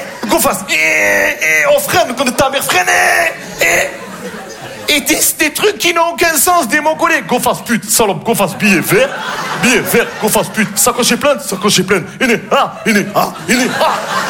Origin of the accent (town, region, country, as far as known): Marseille, Provence-Alpes-Côte d'Azur, France